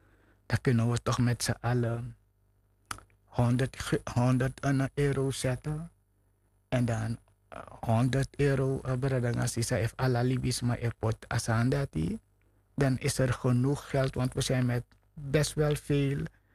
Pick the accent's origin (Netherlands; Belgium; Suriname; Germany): Suriname; we zijn Surinamers onder elkaar.